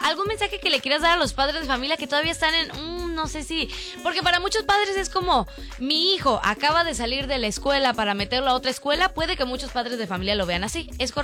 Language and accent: Spanish; Mexico; yo como mujer mexicana